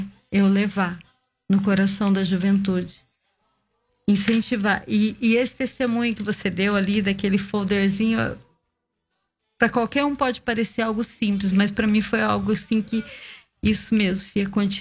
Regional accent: Jaguariaíva, Paraná, Brazil; Minha terra natal, menina.

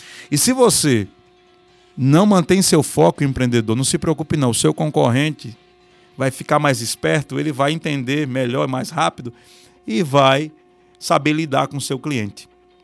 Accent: Brazil; eu também sou brasileiro

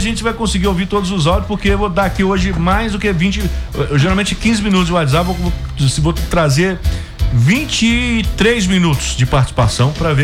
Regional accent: Ponte Nova, Minas Gerais, Brazil; now in Santa Bárbara, Brazil; Quando eu era criança, lá na pequena e pacata cidade de Ponte Nova, e eu moro em Santa Bárbara hoje, mas eu sou de Ponte Nova, sou nascido em Ponte Nova.

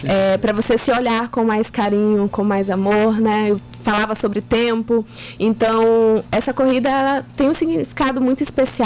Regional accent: Fortaleza, Ceará, Brazil; moved away; also born or lived in Pará; Eu nasci, na verdade, no Pará, né? Mas eu cresci no Ceará, em Fortaleza, né?

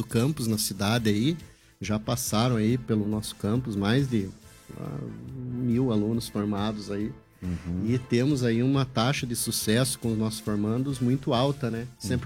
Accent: Telêmaco Borba, Paraná, Brazil; Eu que sou de Telêmaco Borba

